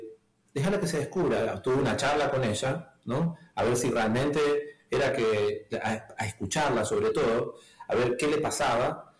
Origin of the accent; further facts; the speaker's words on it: Argentina; born there; No me hubiera dicho hincha del equipo que me hice de pequeño en Argentina.